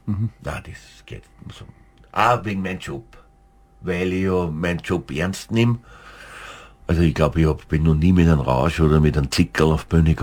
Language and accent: German; St. Pölten, Lower Austria, Austria; Naja, an Österreich, also ich liebe mein Heimatort, St. Pölten